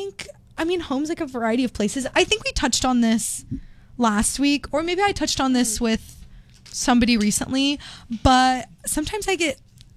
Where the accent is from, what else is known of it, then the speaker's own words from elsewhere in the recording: Sacramento, California, United States; I'm from Sacramento, so it was, like, a bit of a change.